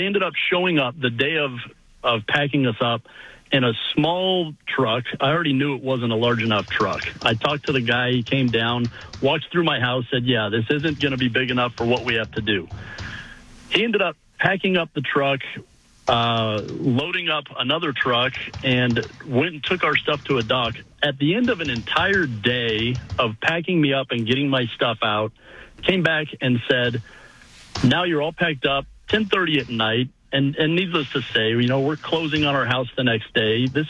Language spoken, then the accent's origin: English; Colorado, United States; also born or lived in St. Louis; now in Cleveland, United States; I was moving from St. Louis out to Cleveland, Ohio. Colorado native, but I've been in St. Louis for several years.